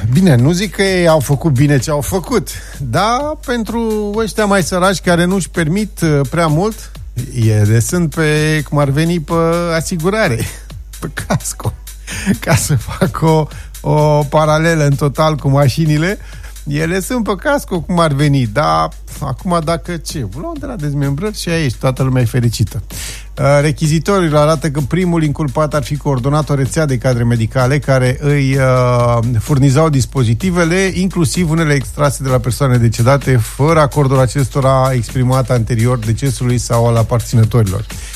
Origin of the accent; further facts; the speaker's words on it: Romania; Că suntem români